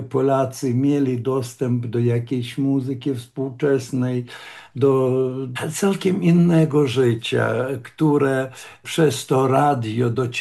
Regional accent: Ukraine; Polish is a second language; ja się urodziłem i wychowałem w miejscowości, która leży od granicy niniejszej ukraińsko-polskiej granicy. Oczywiście leży w odległości jakie 10, 15 może już do samego domu kilometrów

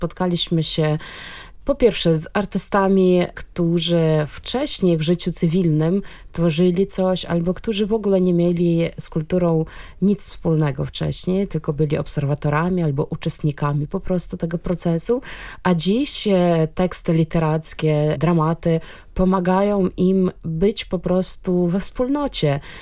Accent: Ukraine; now in Poland; Powiem ze swojej perspektywy jako Ukrainki, tak, bo mieszkam w Polsce od 16 lat, ale jestem Ukrainką

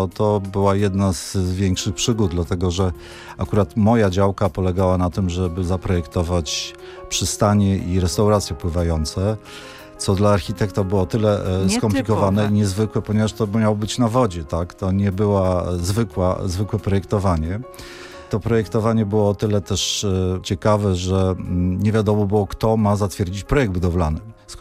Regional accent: Warsaw, Masovian Voivodeship, Poland; born there; no urodziłem się w Warszawie i tą Warszawę pamiętam. Urodziłem się na Muranowie, tak?

